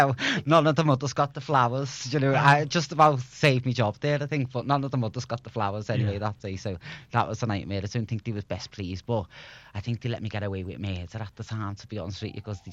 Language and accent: English; Liverpool, North West England, United Kingdom; accent: Scouse; moved away as an adult; also born or lived in China; I was from Liverpool. Being a Scouser in Asia, in China especially